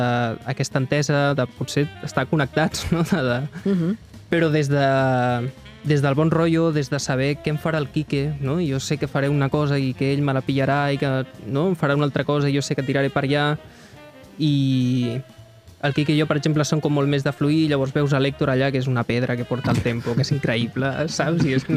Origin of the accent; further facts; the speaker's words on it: Barcelona, Catalonia, Spain; soc de Sant Andreu de pràcticament tota la vida